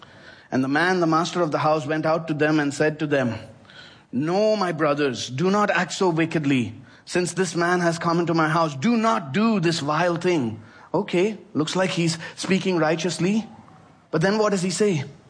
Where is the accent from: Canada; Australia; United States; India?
India; December 16th, 2012 was a very significant day in my home country of India.